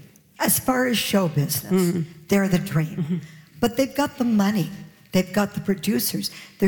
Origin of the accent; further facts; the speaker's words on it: Canada; But I'm Canadian.